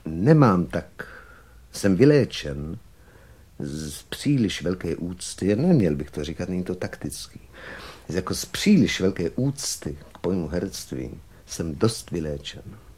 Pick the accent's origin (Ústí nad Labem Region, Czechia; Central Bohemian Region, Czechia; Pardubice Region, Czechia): Central Bohemian Region, Czechia; Smečno